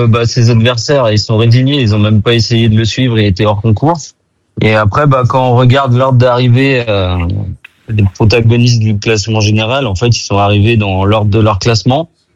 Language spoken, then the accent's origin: French; France; en tant que Français